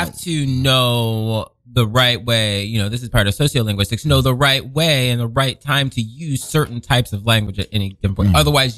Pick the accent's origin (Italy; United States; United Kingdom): United States; first language English; especially as Black Americans